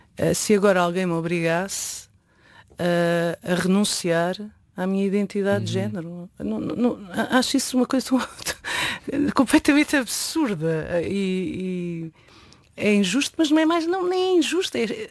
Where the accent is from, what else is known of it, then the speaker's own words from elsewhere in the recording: Lisbon, Portugal; Mas olha que eu nasci e cresci em Chelas e também está em plena Lisboa